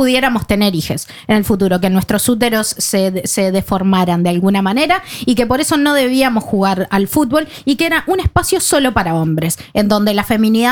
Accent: Uruguay; Sin duda, yo como uruguaya pido disculpas a los ganeses cada vez que me los cruzo.

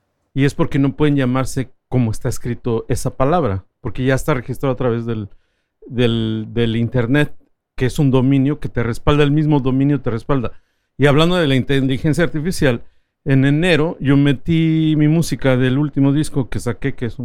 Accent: Mexico; yo vengo de México y en México están una campaña en contra de toda la inteligencia artificial

